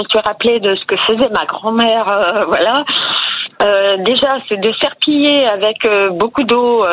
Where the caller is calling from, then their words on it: Poiroux, Pays de la Loire, France; de Poiroux en Vendée.